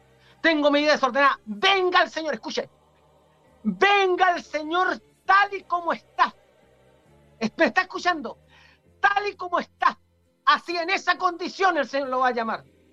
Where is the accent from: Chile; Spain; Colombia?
Chile; como decimos en Chile